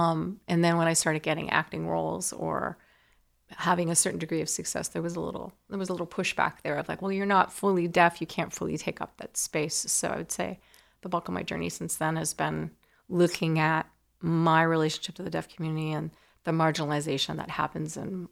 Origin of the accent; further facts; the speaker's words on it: Canada; born there; moved away; I'm Canadian born.